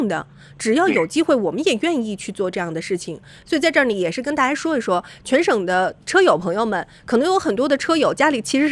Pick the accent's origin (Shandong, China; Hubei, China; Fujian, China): Shandong, China; 我们山东人